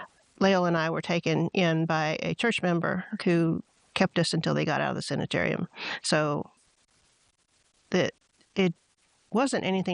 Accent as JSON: {"language": "English", "region": "Georgia", "country": "United States", "tie": "born there", "also_born_or_lived": "Wildwood, Georgia / Trenton, Georgia / Waco, Georgia", "said": "And we moved from Wildwood to Trenton, Georgia, and we lived there for a couple of years."}